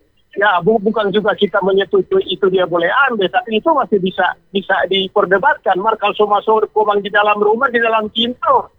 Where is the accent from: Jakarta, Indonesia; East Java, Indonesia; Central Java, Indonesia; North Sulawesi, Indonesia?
North Sulawesi, Indonesia; Tomohon; misalnya kita misalnya di Manado toh, kita orang Tomohon, kalau kita lihat kejadian di Manado bisa kan kita juga kasih laporan toh.